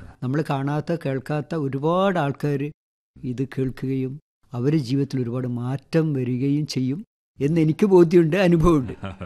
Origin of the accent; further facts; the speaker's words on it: a village in Kannur district, Kerala, India; ഞാൻ ജനിച്ചു വളർന്നത് കണ്ണൂർ ജില്ലയിലെ ഒരു കുഗ്രാമത്തിലാണ്.